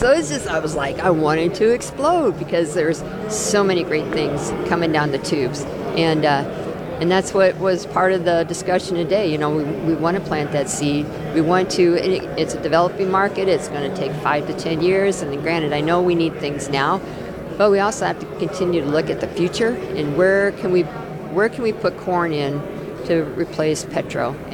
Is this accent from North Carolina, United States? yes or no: no; Iowa, United States; I'm from Iowa